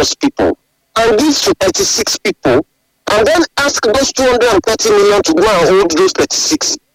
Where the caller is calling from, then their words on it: Ibadan, Oyo, Nigeria; I'm calling from Oluyole.